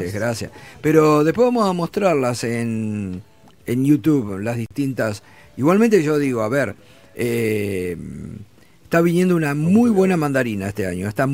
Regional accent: Entre Ríos, Argentina; moved away; puede ser un modismo entrerriano, como decía, nosotros la conocíamos como la campeona en Entre Ríos.

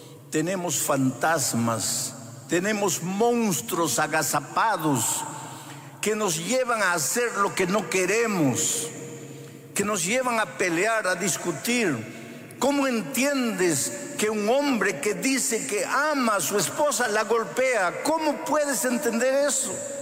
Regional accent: Peru; Yo estoy en un país que es mi país, es mi tierra. Yo nací, yo crecí aquí.

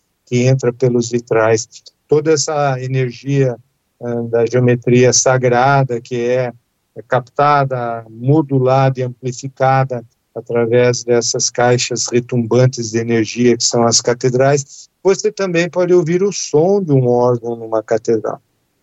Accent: Curitiba, Paraná, Brazil; born there; Eu nasci em Curitiba, lá na Praça Tiradentes. Nós temos uma pequena catedral gótica, é dedicada a Nossa Senhora da Luz dos Pinhais, dos Pinheiros.

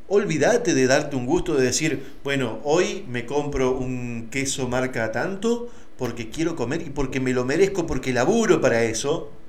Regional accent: Argentina; nosotros como argentinos

